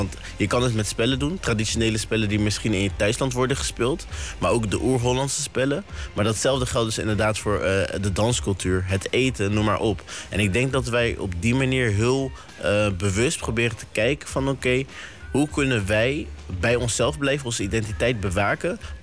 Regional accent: Aruba; zelf ben ik een Arubaan.

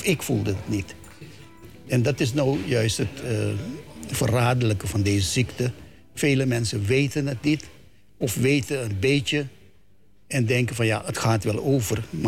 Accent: Suriname; als Surinamers.

